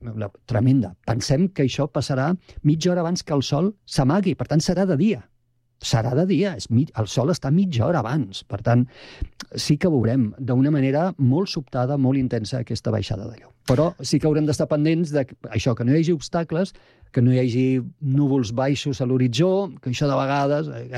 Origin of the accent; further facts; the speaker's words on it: Tarragona, Catalonia, Spain; born there; moved away as an adult; jo que sóc de Tarragona, nascut a Tarragona, tot i que fa 30 anys que visc aquí, més de 30 anys ja, i a més estiuejo a Falset, al Priorat